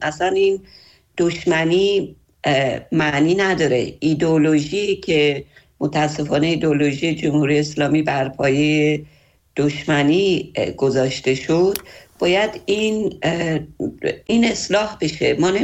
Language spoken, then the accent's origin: Persian; Iran; من هم به عنوان یک ایرانی